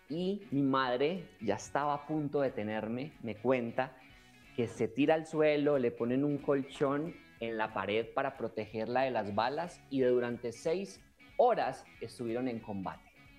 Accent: Medellín, Antioquia, Colombia; En mi caso, familia, vengo de Colombia, bueno que en mi acento me revela, vengo de Colombia de un contexto de mucha violencia.

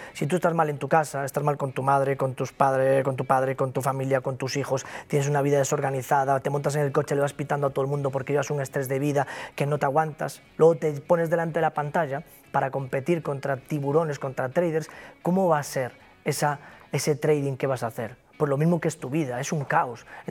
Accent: Galicia, Spain; accent: Galician; Yo soy gallego, se me nota por el acento.

